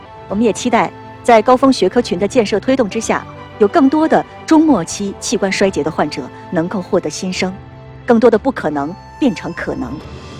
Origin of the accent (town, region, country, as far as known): Tianjin, China